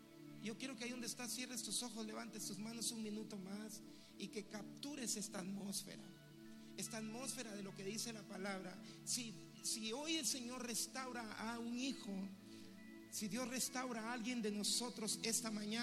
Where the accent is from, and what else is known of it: Guatemala